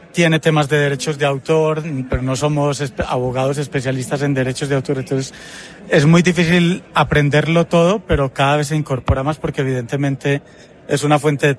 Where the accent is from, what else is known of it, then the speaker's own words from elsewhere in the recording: Colombia; moved away; Una personal, como te decía, yo soy colombiano. Antes de irme... participé en la Filbo varias veces